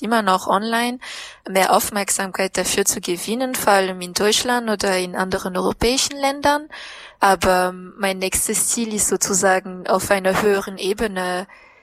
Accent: Madagascar

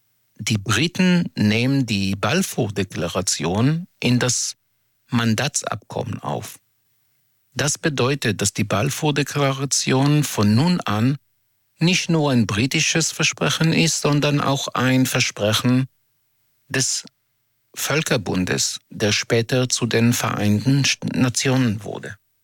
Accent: Israel; Ich komme aus Israel.

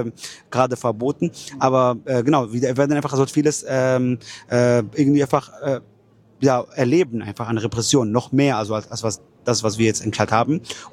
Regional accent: Palestine; beziehungsweise ich auch als Palästinenser, haben das Recht eigentlich halt auf Rückkehr nach Palästina

